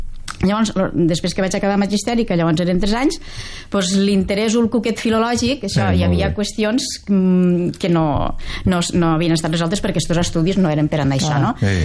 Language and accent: Catalan; Vinaròs, Valencian Community, Spain; No, però abans d'això explicaré on vaig néixer. Jo vaig néixer a Vinaròs.